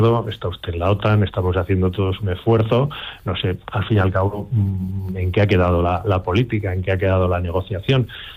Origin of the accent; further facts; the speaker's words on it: Spain; como español nos sentimos bien representados